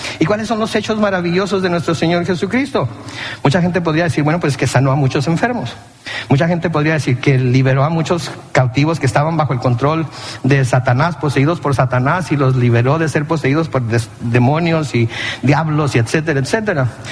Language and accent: Spanish; Mexico; la mayoría de nosotros creo que somos mexicanos